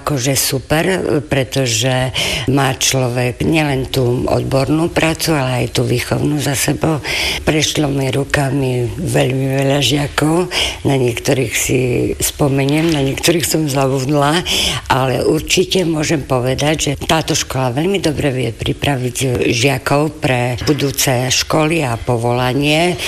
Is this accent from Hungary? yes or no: no; Prešov, Prešov Region, Slovakia; now in Vyšný Žipov, Slovakia; Ja som Prešovčanka.